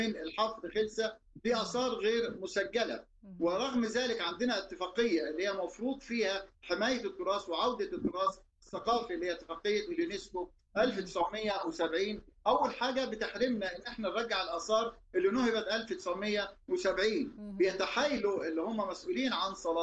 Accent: Egypt; أنا كمصري

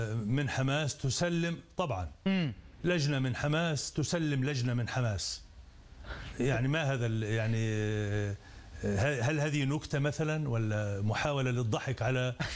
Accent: Palestine; أنا أنطلق من منطلقاتي الذاتية كفلسطيني.

